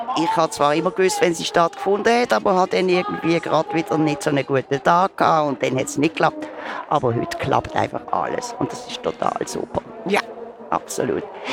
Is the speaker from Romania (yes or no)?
no; Basel, Basel-Stadt, Switzerland; für mich als Baslerin